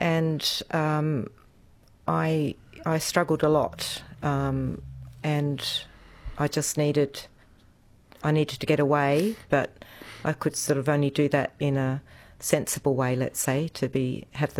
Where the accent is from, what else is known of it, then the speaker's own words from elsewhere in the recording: Tasmania, Australia; born there; moved away; it was really growing up in Tasmania